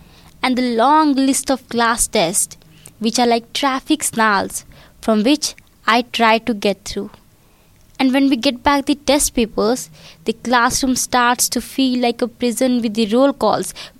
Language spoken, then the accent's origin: English; India; from India. I'm 16 years old.